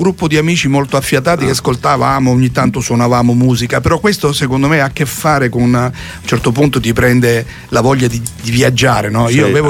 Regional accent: Maglie, Apulia, Italy; moved away as an adult; also born or lived in Padua; io a 19 anni ho lasciato, io sono nato a Maglia in provincia di Lecce, ho fatto le scuole lì e poi sono andato all'università a Padova

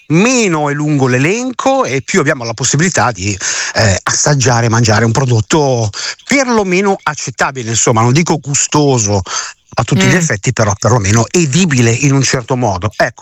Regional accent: Milan, Lombardy, Italy; now in Liguria, Italy; io sono milanese ma vivo in Liguria

